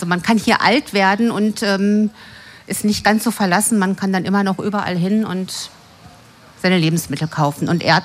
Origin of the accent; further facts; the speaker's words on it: Duisburg, North Rhine-Westphalia, Germany; born there; also born or lived in Neumühl, Duisburg; Geboren in Meiderich, da gewohnt, dann nach Neumühl gezogen und jetzt in Ruhrort und da bleibe ich auch.